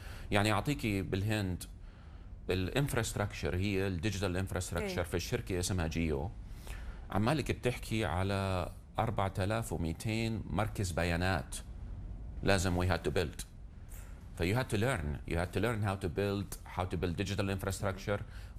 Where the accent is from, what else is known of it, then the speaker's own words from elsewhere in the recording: Jordan; born there; يعني أنا انولدت بالأردن، عيلتي نص عيلتي كلها شركسية، نص عيلتي أردنية.